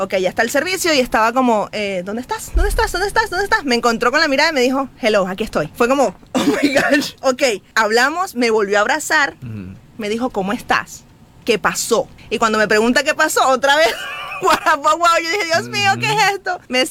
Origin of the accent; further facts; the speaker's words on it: Venezuela; como decimos en Venezuela